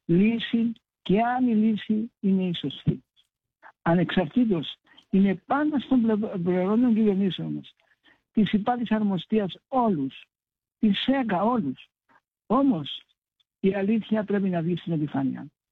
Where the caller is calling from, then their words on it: Cyprus